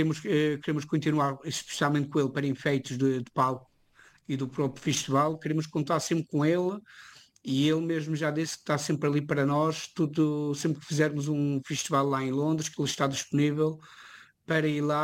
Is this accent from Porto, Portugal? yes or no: no; Santana, Madeira, Portugal; now in London, United Kingdom; a gente vivíamos na mesma freguesia do Conselho de Santana.